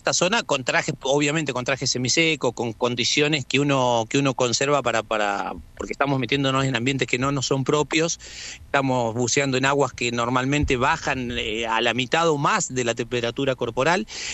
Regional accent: Chubut, Argentina; en nuestra provincia tenemos un lugar maravilloso como es Puerto Madryn

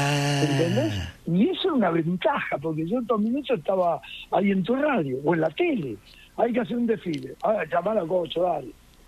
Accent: Buenos Aires, Argentina; Yo nací ahí, soy porteño, piloto porteño, soy muy poquitos.

